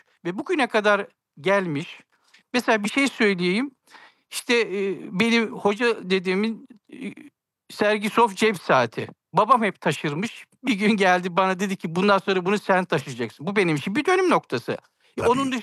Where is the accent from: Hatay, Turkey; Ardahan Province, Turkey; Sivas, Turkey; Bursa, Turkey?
Ardahan Province, Turkey; Posof; Çünkü biz o vakitler biz Posofluyuz. İşte Gürcistan sınırındayız.